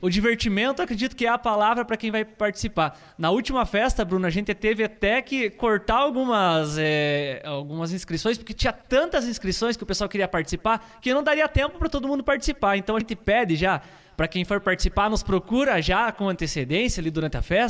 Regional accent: Palmeira, Paraná, Brazil; Eu sou de Palmeira, de Santa Bárbara.

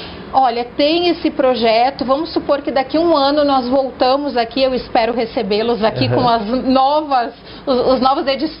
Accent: Rio Grande do Sul, Brazil; moved away as an adult; now in São Paulo, Brazil; Eu sou do Rio Grande do Sul, mas já moro aqui em São Paulo há mais de 20 anos.

